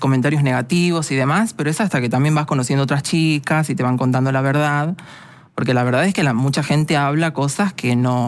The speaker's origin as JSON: {"language": "Spanish", "town": "Tafí Viejo", "region": "Tucumán", "country": "Argentina", "tie": "born there", "moved": "as an adult", "lives_now": "Buenos Aires, Argentina", "said": "Yo nací en Tucumán, sí, en la ciudad de Tafí Viejo, y a los 21 años, me vine a Buenos Aires, sí, con mi pareja."}